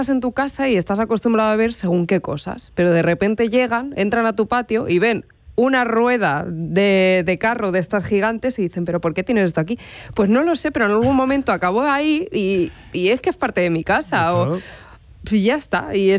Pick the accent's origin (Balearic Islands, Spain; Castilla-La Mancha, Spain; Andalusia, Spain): Castilla-La Mancha, Spain; Fernán Caballero; born there; Yo, mi pueblo, Fernán Caballero